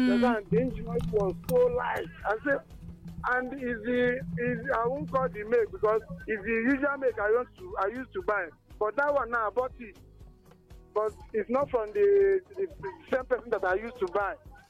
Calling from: Nigeria; from Ubokulu.

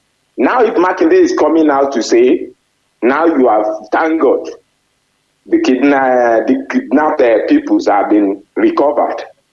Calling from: Nigeria; As a Nigerian

